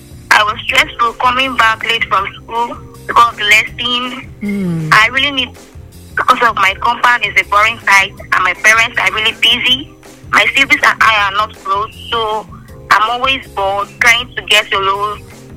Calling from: Nigeria; I'm calling from Igboije.

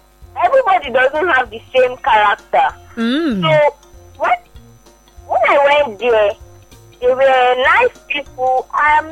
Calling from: Imo, Nigeria; I'm from Imo State.

